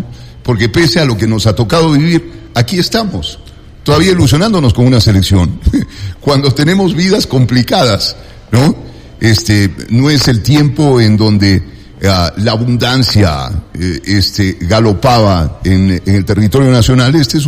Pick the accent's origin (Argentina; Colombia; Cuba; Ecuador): Ecuador; Pero los mexicanos también, y son igualitos a nosotros, ¿no? O sea, porque qué parecidos que somos con los mexicanos.